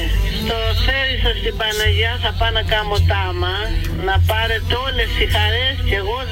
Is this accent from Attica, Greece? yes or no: no; Therisso, Crete, Greece; born there; moved away; στο χωριό μου στο Θέριστο